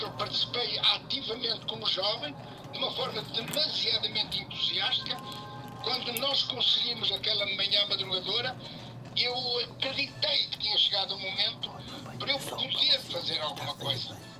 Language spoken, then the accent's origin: Portuguese; Minho, Portugal; now in Matosinhos, Portugal; Eu não nasci Matosinhos, eu sou do Minho